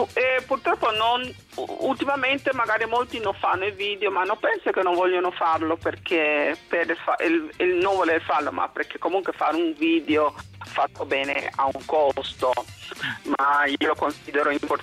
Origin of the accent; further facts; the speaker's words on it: Costa Rica; Italian is a second language; moved away as an adult; now in Italy; Sono del Costa Rica, quindi... l'unico paese che non ha l'esercito.